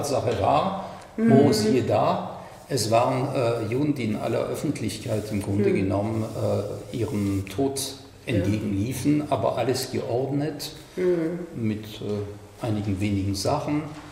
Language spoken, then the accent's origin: German; France; German is a second language